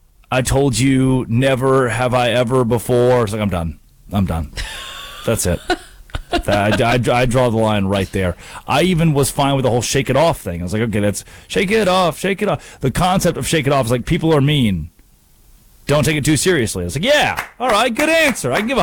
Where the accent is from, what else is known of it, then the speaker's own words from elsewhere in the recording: the South, United States; I'm from a different South. I'm from Dry County South, where if you did alcohol, you were going to hell.